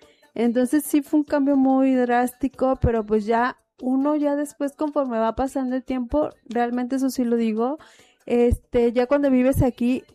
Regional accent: Mexico City, Mexico; moved away as an adult; now in Manzanillo, Mexico; Soy del DF.

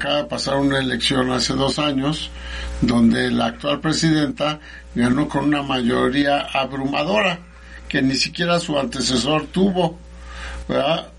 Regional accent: Mexico; yo creo que hay que tener como mexicanos las cosas muy claras.

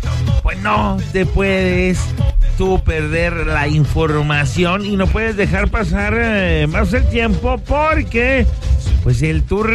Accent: Mexico; Como los mexicanos, como buenos mexicanos que somos, la neta.

